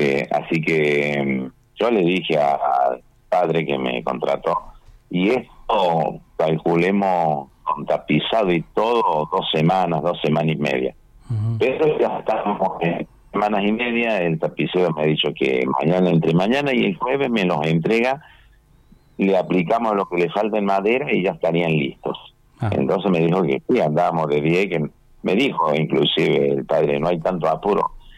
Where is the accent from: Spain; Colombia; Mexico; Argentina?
Argentina; al margen de que cada uno haya nacido en distintas provincias, somos todos argentinos.